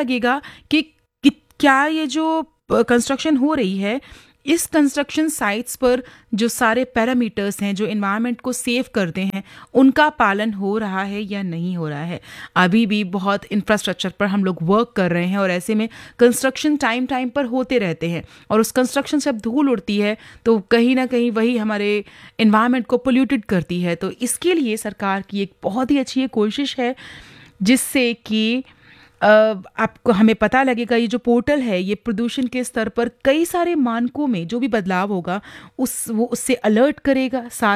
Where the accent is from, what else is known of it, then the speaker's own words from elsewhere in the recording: Delhi, India; Being a Delhi वाले हम हमेशा कोशिश करते हैं कि हमारा शहर हमेशा क्लीन रहे।